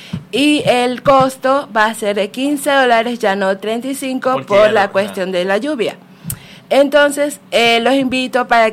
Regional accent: Venezuela; now in Guayaquil, Ecuador; Sí, yo soy venezolana.

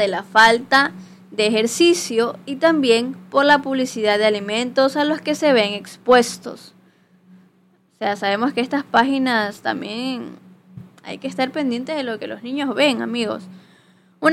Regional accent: Ecuador; Nosotros somos acá ecuatorianos

